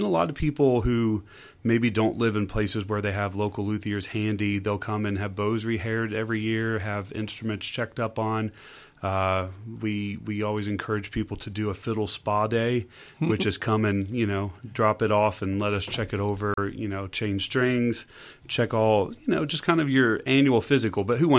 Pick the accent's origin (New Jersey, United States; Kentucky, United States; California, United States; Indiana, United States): Kentucky, United States; In Kentucky, just south of Cincinnati.